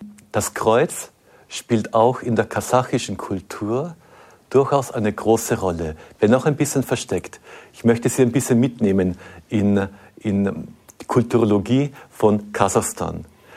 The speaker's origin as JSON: {"language": "German", "country": "Austria", "moved": "as an adult", "lives_now": "Kazakhstan", "said": "ich komme aus Österreich"}